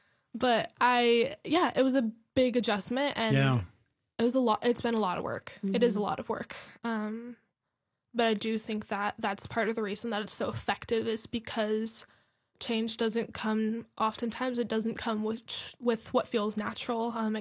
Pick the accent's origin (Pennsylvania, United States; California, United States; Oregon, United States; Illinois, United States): Oregon, United States; Bend; Yeah, I'm from Bend, Oregon. It's so beautiful. I'm so grateful to have grown up in such a beautiful city.